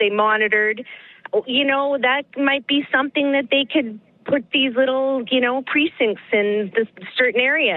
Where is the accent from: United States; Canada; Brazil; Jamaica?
Canada; Winnipeg, Manitoba; You know, I grew up in Fort Garry. We had that Fort Garry police station there